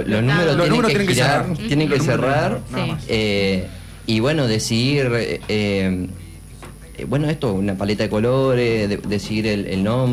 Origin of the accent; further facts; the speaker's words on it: Diamante, Entre Ríos, Argentina; que venimos de Diamante, un pueblito